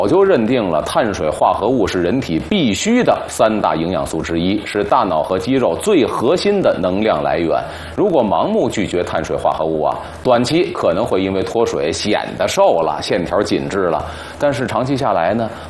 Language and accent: Chinese; China; 从古到今咱们中国人哪一个不是从小吃着米饭馒头长大的？